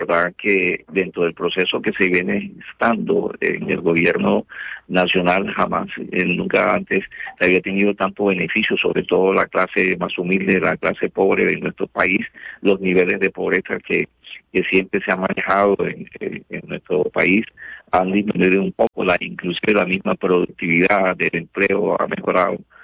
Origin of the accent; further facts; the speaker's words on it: Colombia; como colombianos, queremos que cese esta gran polarización